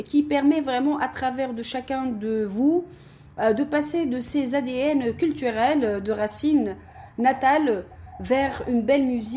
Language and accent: French; Montreal, Quebec, Canada; je suis vraiment très honorée d'être Montréalaise et je dis toujours, je suis Montréalaise.